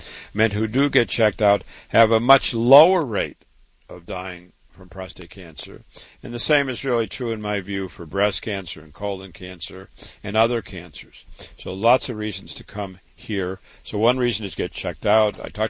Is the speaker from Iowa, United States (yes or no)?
yes; Waterloo, Iowa, United States; born or raised there